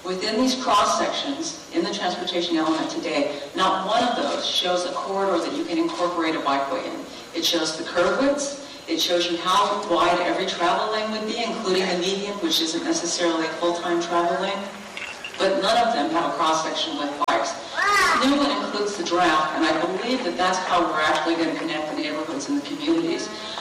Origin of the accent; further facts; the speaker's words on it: Torrance, California, United States; I grew up here, and I grew up in Torrance.